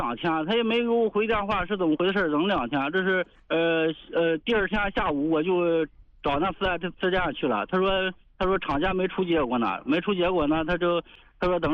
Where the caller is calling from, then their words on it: Anxin, Hebei, China; 安兴，保定安兴